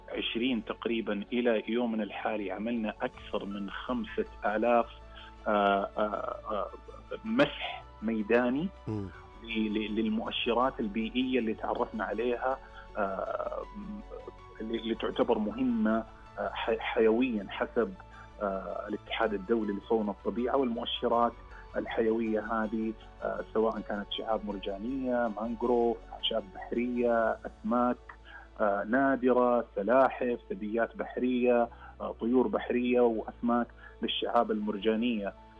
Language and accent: Arabic; Saudi Arabia; وجدا جدا جدا سعيدين أننا نثبت كسعوديين أنه فعلا رؤية القيادة